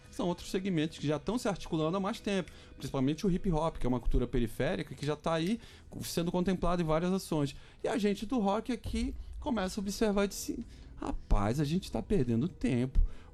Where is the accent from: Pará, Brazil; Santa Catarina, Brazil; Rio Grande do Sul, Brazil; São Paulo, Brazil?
Pará, Brazil; Belém; eu sou de Belém do Pará.